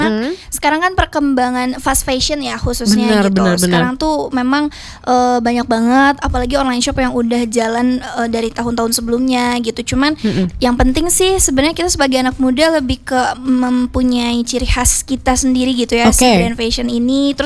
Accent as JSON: {"language": "Indonesian", "town": "Bandung", "region": "West Java", "country": "Indonesia", "tie": "born or raised there", "said": "Sebenarnya aku lahir di Bandung, okay. Cuman mama Sunda, papa Ambon gitu."}